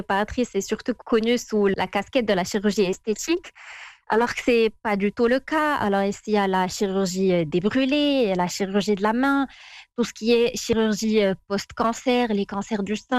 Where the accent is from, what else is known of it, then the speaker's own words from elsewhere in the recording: Fez, Fès-Meknès, Morocco; moved away as an adult; now in Dortmund, Germany; je suis originaire de Fès, effectivement, ma ville de cœur.